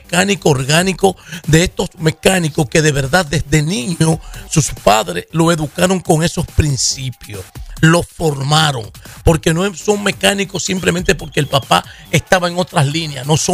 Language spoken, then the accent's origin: Spanish; Puerto Rico; ¡Somos Boricua!